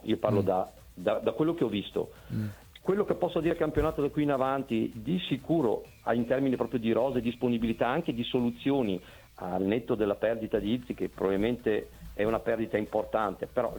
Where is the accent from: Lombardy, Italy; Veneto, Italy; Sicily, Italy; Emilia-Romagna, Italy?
Veneto, Italy; Vicenza; per cui l'augurio mio da vicentino è quello che trovino il giusto compromesso